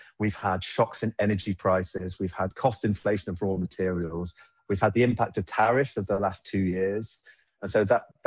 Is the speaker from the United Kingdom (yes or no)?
yes; England, United Kingdom; growing up in England